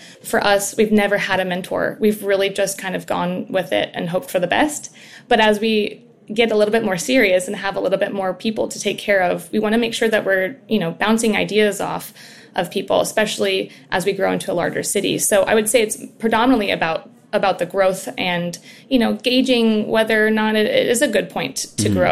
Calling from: Franklin, Tennessee, United States; also born or lived in Northern Nevada; I'm calling from Franklin, Tennessee.

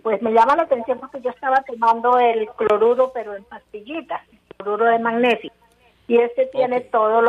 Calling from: Bogotá, Colombia; Aquí en Bogotá

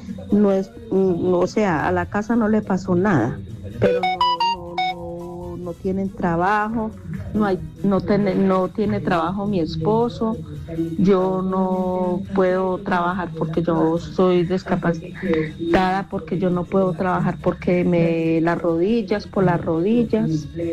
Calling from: Barragán, Valle del Cauca, Colombia; Yo vivo en Barragán.

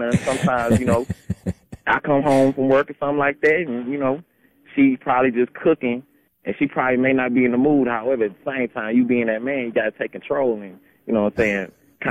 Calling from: Montgomery, Alabama, United States; I'm calling from Montgomery, Alabama right now.

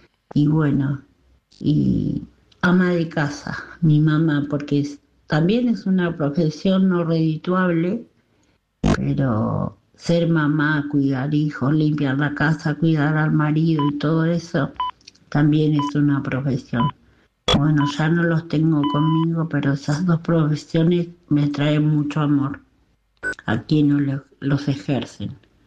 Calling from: San Justo, Buenos Aires Province, Argentina; de San Justo

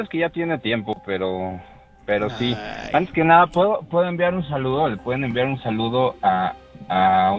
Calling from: Mexico City, Mexico; Estamos ahorita en el barrio Bravo de la Nápoles.

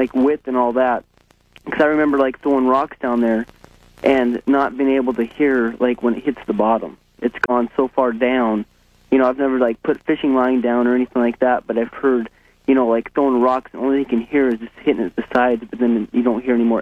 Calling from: Seattle, Washington, United States; from Seattle.

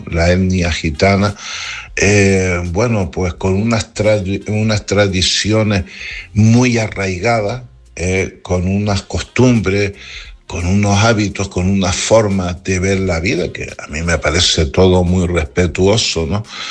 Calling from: Canary Islands, Spain; desde Gran Canaria.

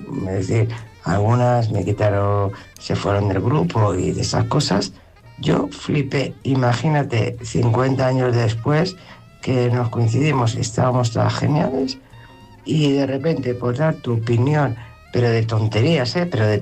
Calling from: Madrid, Community of Madrid, Spain; de Madrid

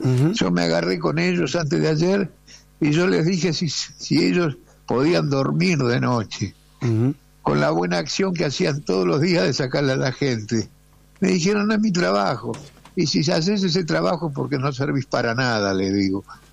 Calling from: Buenos Aires, Argentina; yo estoy acá en Macro, Diagonal Norte y Bartolomé Mitre.

